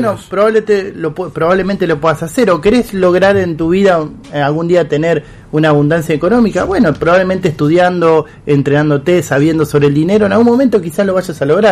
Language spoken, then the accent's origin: Spanish; Argentina